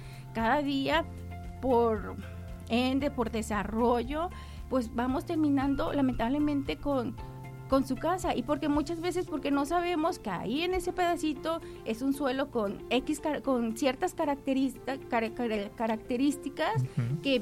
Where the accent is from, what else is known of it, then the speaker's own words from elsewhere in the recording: San José de Costilla, Jalisco, Mexico; now in Tepic, Mexico; Y un saludo a todos, yo soy de San José de Costilla, municipio uh-huh. de Jalisco, y también mi familia es de por allá, de por el Cuarenteño.